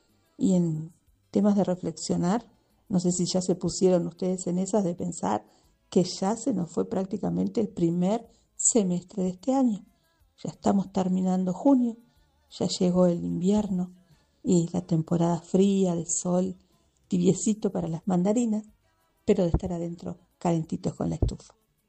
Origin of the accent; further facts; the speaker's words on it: Montevideo, Uruguay; born there; Nací en Montevideo, soy muy citadina, me gusta mucho la ciudad, soy uruguaya, uruguaya.